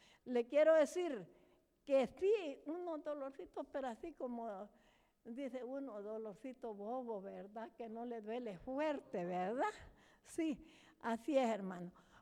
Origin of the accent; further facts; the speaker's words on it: Jiquilisco, Usulután, El Salvador; moved away; Allá donde yo pasaba consulta en Jiquilisco, porque yo vengo de Jiquilisco, Usulután